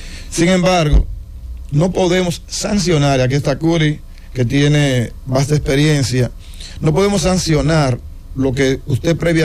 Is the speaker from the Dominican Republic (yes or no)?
yes; Santiago de los Caballeros, Santiago, Dominican Republic; nosotros somos de Santiago